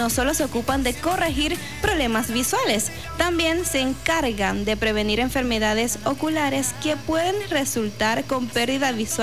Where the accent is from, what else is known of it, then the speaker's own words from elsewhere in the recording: Venezuela; Para nosotros como venezolanos